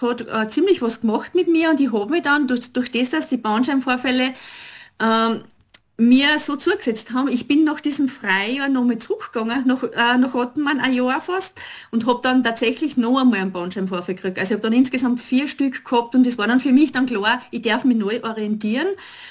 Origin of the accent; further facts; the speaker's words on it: Liezen, Styria, Austria; ich bin 54 Lenze, sage ich jetzt mal, bin eine Steirerin, eigentlich eine Lierznerin